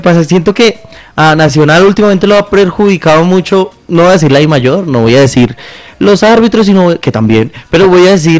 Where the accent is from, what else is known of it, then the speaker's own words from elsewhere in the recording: Colombia; pero así somos los colombianos